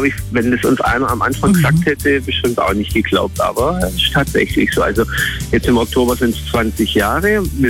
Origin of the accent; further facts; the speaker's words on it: Schramberg, Baden-Württemberg, Germany; ich komme aus Schramberg.